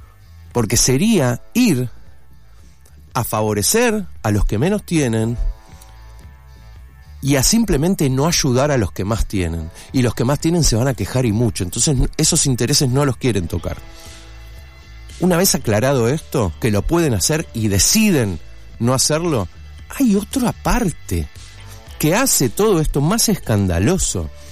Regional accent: Argentina; Hoy los 40 y pico de millones que somos, el Estado argentino

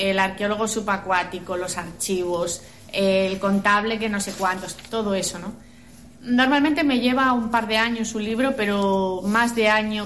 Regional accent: Galicia, Spain; yo desconocía como gallega

